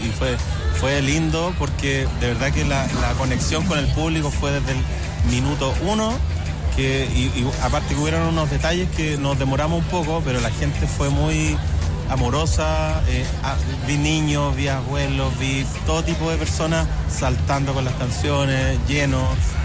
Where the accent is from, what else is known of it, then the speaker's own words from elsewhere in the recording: Cauquenes, Maule, Chile; born there; now in Santiago, Chile; porque es mi tierra, o sea, nací ahí, está toda mi gente.